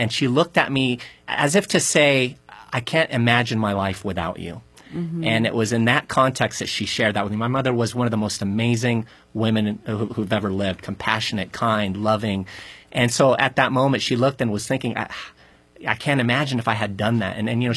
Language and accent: English; Lebanon; Yeah, I was born in Lebanon in 1975, and believe it or not, that almost didn't happen.